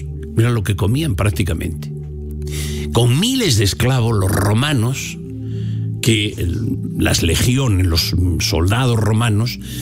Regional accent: Castile and León, Spain; Una es esta de mi pueblo, bueno, de la comarca, unos 6-5 kilómetros de mi casa

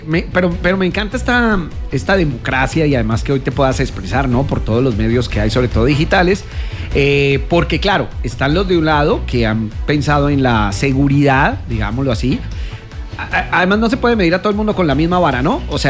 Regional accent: Cali, Valle del Cauca, Colombia; Yo que soy caleño

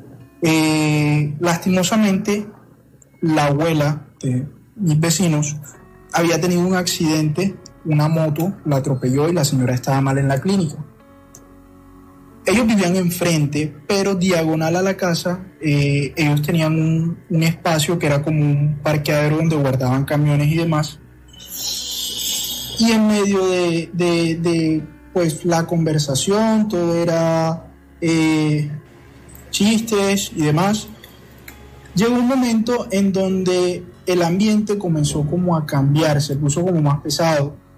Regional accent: Ciénaga, Magdalena, Colombia; Bueno, la historia no es acá en Barranquilla, es un pueblo de Magdalena, de donde yo soy oriundo, de Siena de Magdalena.

